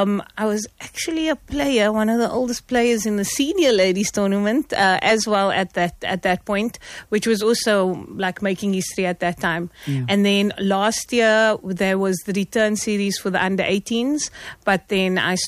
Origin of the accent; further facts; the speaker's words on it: Johannesburg, Gauteng, South Africa; now in Cape Town, South Africa; I'm actually from Johannesburg and I moved to Cape Town when I was, okay. Yeah, so I'm a bit of a double agent.